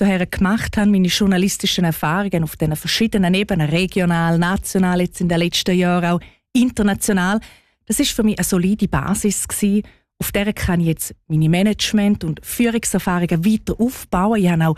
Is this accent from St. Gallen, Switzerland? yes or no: no; Graubünden, Switzerland; Ich bin im Kanton Graubünden aufgewachsen.